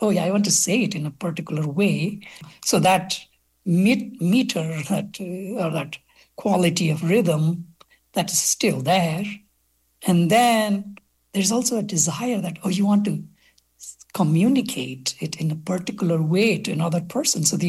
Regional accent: Nepal; first language Nepali; English is a second language; I write in Nepali, which is my first language, and that's where I started writing my poetry initially and had published my first book.

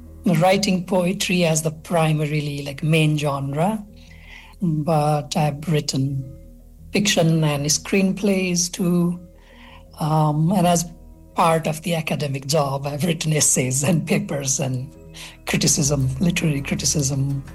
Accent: Nepal; first language Nepali; English is a second language; I write in Nepali, which is my first language, and that's where I started writing my poetry initially and had published my first book.

